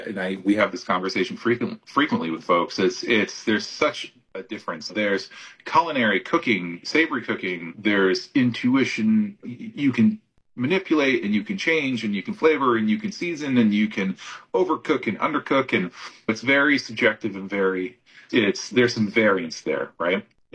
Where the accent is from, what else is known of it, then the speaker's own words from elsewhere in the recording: Brandon, Vermont, United States; Brandon, Vermont, my hometown where I grew up.